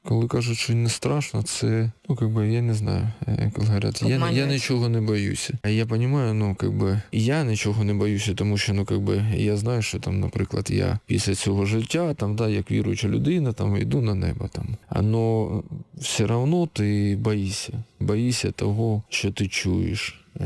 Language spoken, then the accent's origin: Ukrainian; Berdiansk, Zaporizhzhia Oblast, Ukraine; ми з Бердянська, ми вже як місяць в окупації.